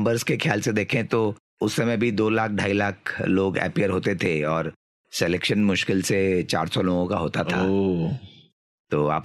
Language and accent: Hindi; Muzaffarpur, Bihar, India; now in Nashik, India; नहीं, मैं वैसे तो बिहार से हूं, और अभी मैं नासिक में करीब 8-10 साल से हमारा बेस नासिक में ही है, तो आप अभी मुझे नासिक का भी कह सकते हैं, लेकिन मेरा जन्म बिहार के एक शहर मुजफ्फरपुर में हुआ, और शुरुआती की पढ़ाई मैंने वहीं करी